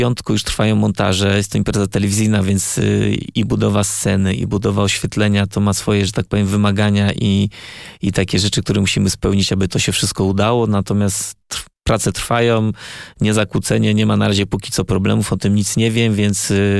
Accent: Iłów, Masovian Voivodeship, Poland; moved away; pochodzę z Iłowa

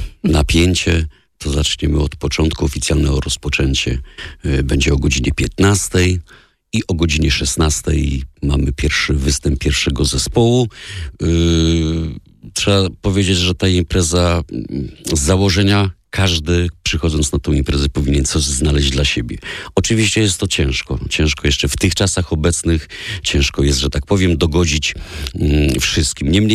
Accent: Teresin, Masovian Voivodeship, Poland; U nas w Teresinie

